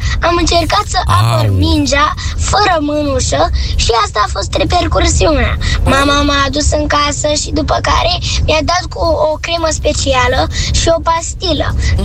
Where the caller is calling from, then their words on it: Craiova, Dolj, Romania; locuiesc în Craiova